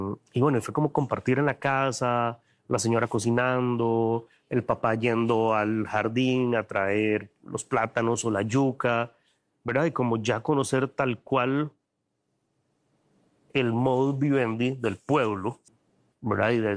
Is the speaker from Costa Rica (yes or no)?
yes; Costa Rica; ni como cocinero ni como costarricense